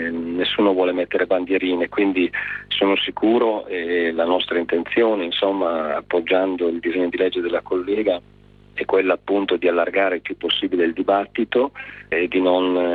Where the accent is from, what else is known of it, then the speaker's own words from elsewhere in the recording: Reggio Emilia, Emilia-Romagna, Italy; io che sono di Reggio Emilia